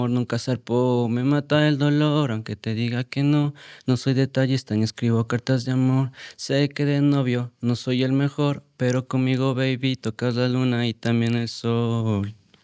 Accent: Ecuador; moved away; yo salí de Ecuador con una mente, con un objetivo también claro, porque salí hace 2 años

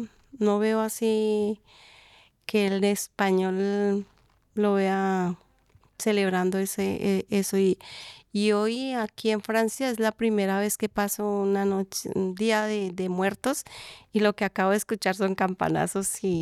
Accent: Madrid, Cundinamarca, Colombia; moved away; also born or lived in Falan, Tolima; Vengo de Madrid, Cundinamarca, pero nací en el Tolima, en Falan, Tolima.

